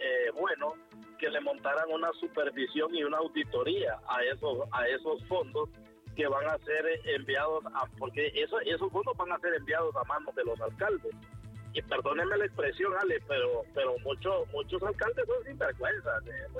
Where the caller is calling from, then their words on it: Honduras; estamos en Honduras